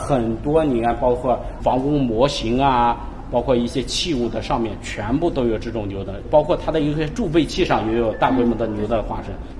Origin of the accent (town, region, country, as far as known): Jiangnan, China